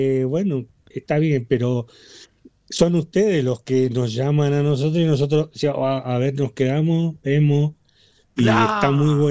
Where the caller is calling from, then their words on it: San Martín de los Andes, Neuquén, Argentina; Sí, de San Martín, bien, todo, de San Martín de los Andes.